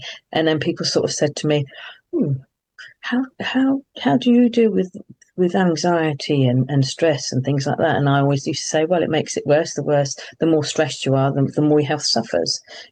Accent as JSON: {"language": "English", "region": "London", "country": "United Kingdom", "also_born_or_lived": "Australia", "moved": "yes", "said": "I'm from London originally"}